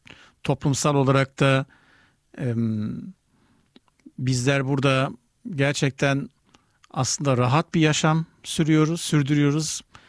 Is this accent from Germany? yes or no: yes; Germany; ben burada büyüdüm, burada yetiştim. Böyle bir dönemi hiç görmedim.